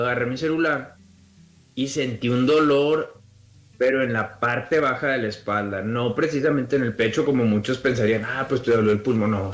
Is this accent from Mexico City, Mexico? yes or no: no; Nueva Rosita, Coahuila, Mexico; Era un grupo de jóvenes cristianos de donde somos nosotros, de Nueva Rosita, Coahuila.